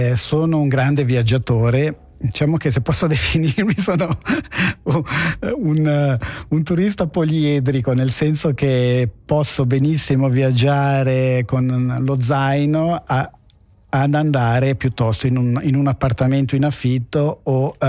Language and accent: Italian; Locarno, Ticino, Switzerland; sono di Locarno